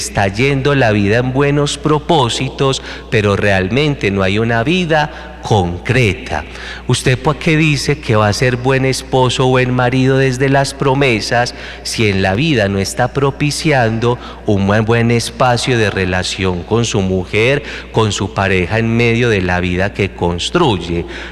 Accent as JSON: {"language": "Spanish", "region": "Antioquia", "country": "Colombia"}